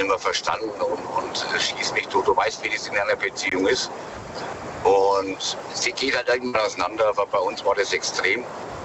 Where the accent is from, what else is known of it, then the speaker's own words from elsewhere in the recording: Nuremberg, Bavaria, Germany; Wir sind jetzt erstmal hier in Franken. Also ich komme aus Nürnberg und Nürnberg gehört nicht zu Bayern.